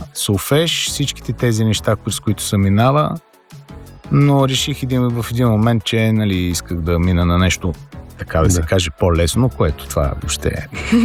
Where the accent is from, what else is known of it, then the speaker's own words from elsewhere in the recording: Plovdiv, Plovdiv Province, Bulgaria; born there; аз съм роден в Пловдив